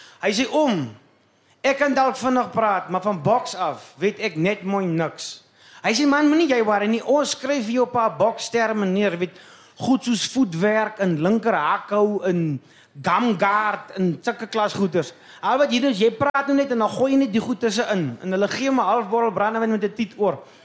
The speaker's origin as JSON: {"language": "Afrikaans", "region": "Western Cape", "country": "South Africa", "said": "Ek kom van Klein William af, is een baie klein plekje."}